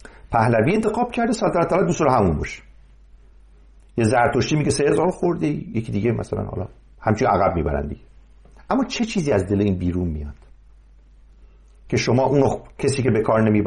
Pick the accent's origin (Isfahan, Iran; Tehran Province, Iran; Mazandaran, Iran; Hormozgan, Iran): Mazandaran, Iran; من چون مازندرانی هستم